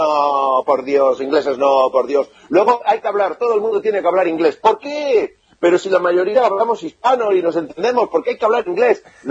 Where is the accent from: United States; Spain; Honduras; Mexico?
Spain; esa Argentina para mí como español era inalcanzable.